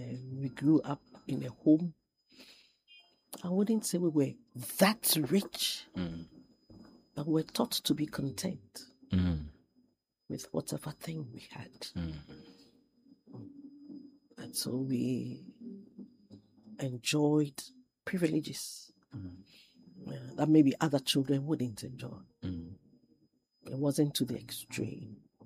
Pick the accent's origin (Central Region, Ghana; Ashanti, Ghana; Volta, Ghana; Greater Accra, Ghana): Central Region, Ghana; Cape Coast; born there; Yes, I was born in Cape Coast. My mom was a nurse.